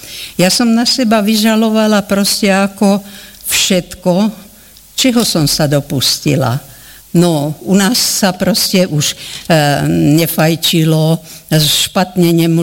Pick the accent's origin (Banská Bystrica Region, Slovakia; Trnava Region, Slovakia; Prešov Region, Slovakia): Banská Bystrica Region, Slovakia; Moťová; now in Zvolen, Slovakia; Títo štyria proste prví uverili v Moťovej, kde som sa ja narodila. To je tu proste ako, už sme z Volenčania dlhší čas, no ale vtedy sme boli Moťovania. A Moťovská dedina tá bola celá evangelická.